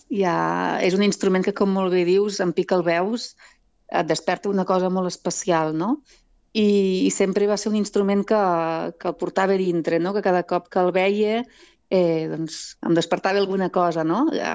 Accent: L'Espluga de Francolí, Catalonia, Spain; a la Catalunya Nova, d'on sóc jo, l'Espluga de Francolí, la banda també del Baix Camp i el Montsant

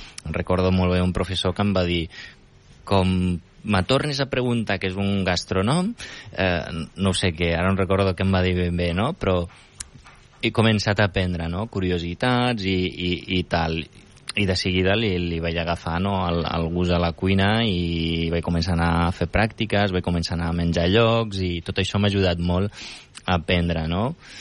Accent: Rif, Morocco; Catalan is a second language; Jo sóc del Rif, que també és un altre idioma que es parla allà, a la zona del Rif, que no té res a veure amb l'àrab, que a vegades la gent ho confon, i és totalment diferent. De fet, ma mare només parla el bereber

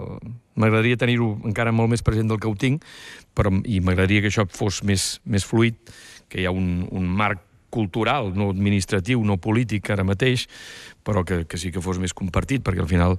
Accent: Catalonia, Spain; som del Camp de Tarragona

